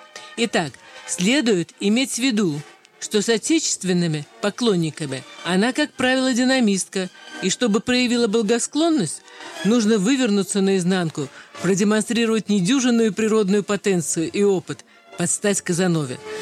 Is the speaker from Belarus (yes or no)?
no; Russia; мы все россияне